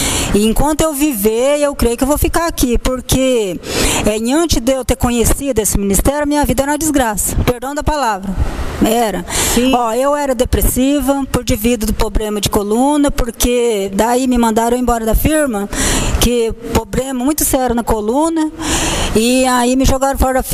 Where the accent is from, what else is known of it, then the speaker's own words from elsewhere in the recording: Jandaia do Sul, Paraná, Brazil; Jandaia do Sul.